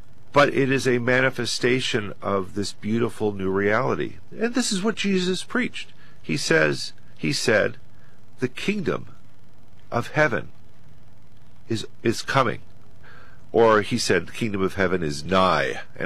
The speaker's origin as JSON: {"language": "English", "country": "United States", "said": "I'll say, yes, I am an American."}